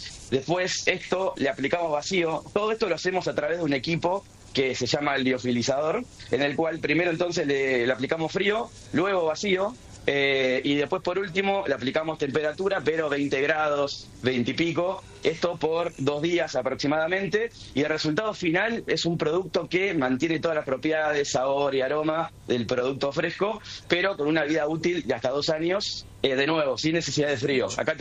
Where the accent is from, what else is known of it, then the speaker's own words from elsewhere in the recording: Mar del Plata, Buenos Aires Province, Argentina; yo soy de Mar del Plata